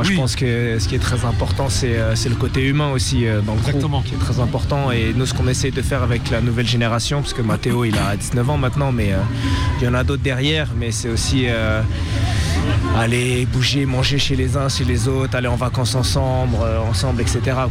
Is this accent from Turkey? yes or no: no; Le Bourget, Île-de-France, France; born there; Je viens du 93. Je suis né au Bourget